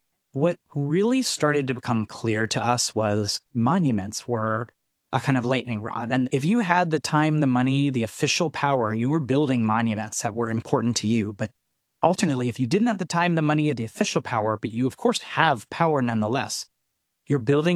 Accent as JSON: {"language": "English", "town": "Philadelphia", "region": "Pennsylvania", "country": "United States", "tie": "born or raised there", "said": "I'm born and raised in Philadelphia."}